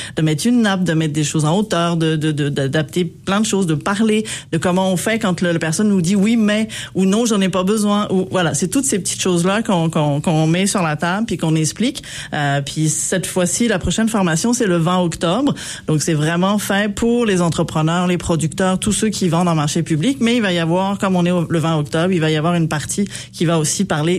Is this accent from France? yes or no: yes; France; moi, je suis française. Donc, chez nous, c'est une culture, le marché.